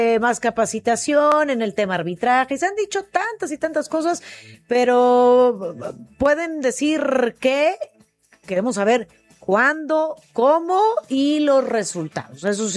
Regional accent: Tepatitlán, Jalisco, Mexico; now in Mexico City, Mexico; de pueblo, es más, ni siquiera de Guadalajara

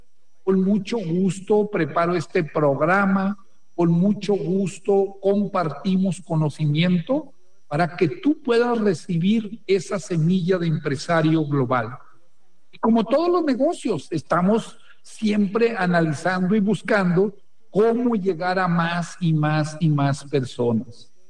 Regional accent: Torreón, Coahuila, Mexico; born there; Mis ancestros son de esta región, aunque yo nací en Torreón. Mis abuelos por acá vivían en San Nicolás de Ibarra, Jalisco, que por ahí mando un saludo, pegadito al lago de Chapala.

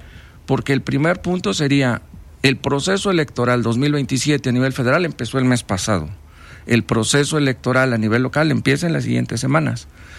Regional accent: San Luis Potosí, Mexico; yo creo que todos somos potosinos

